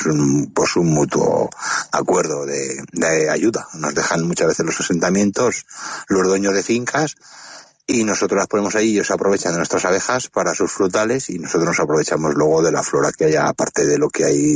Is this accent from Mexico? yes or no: no; Molina de Aragón, Castilla-La Mancha, Spain; soy de Molina de Aragón.